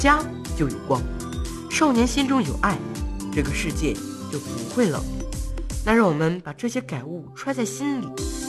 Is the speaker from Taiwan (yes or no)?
no; Heilongjiang, China; 尤其是我们黑龙江的孩子，从小生活在这片黑土地上，